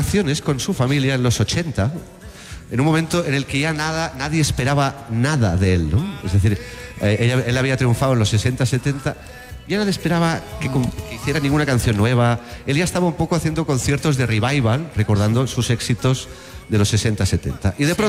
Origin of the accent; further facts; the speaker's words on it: Terrassa, Catalonia, Spain; yo soy de Tarrasa.